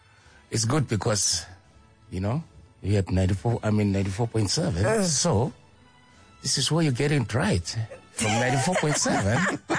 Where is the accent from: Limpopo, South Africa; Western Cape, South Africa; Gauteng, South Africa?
Gauteng, South Africa; Soweto; When I was growing up in Soweto, signed for Kaizer Chiefs